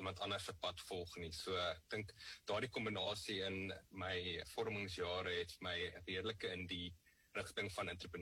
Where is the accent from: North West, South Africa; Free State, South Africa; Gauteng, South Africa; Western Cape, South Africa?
Gauteng, South Africa; Johannesburg; born or raised there